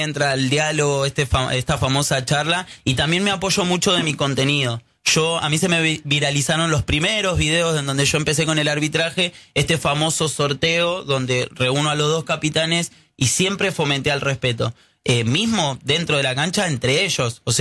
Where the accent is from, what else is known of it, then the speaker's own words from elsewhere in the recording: Gregorio de Laferrere, Buenos Aires Province, Argentina; yo soy de Gregorio de la Ferrere, de zona oeste, partido de La Matanza